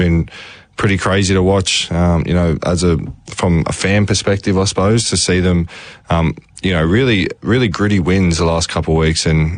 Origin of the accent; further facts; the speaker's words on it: Sydney, New South Wales, Australia; growing up in South Sydney, specifically, at school you'd be divided between Roosters and South, and I was just a South man. I just played for Maroubra Lions.